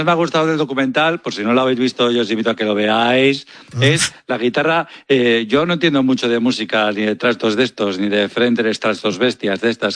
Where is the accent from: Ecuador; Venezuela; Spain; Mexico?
Spain; Bilbao, Basque Country; Entonces, sabéis que soy de Bilbao